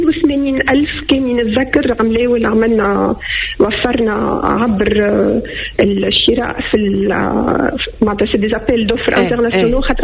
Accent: Tunisia; احنا شعب تونسي كما قلت لك البرودة يسميها قريب

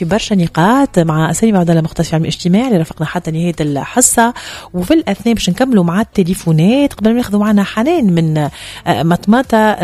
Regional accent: Tunisia; كما نقولوا بالتونسي

